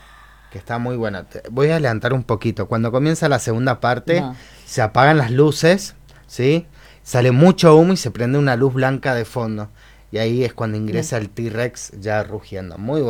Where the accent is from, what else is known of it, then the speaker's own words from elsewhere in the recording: Mendoza, Argentina; born there; moved away as an adult; tengo 33, cumplí en febrero. Me quedan 2 años. Y sí, yo soy nacido en Mendoza, tengo mi familia viviendo en Godoy Cruz.